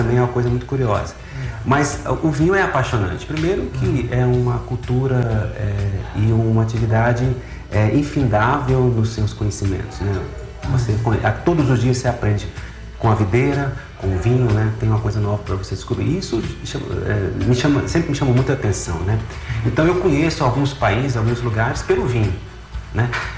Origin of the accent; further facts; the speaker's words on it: Catalão, Goiás, Brazil; born there; moved away as an adult; now in Brasília, Brazil; Eu nasci em Catalão, Goiás, 300 quilômetros daqui, mas vim para cá jovem, né?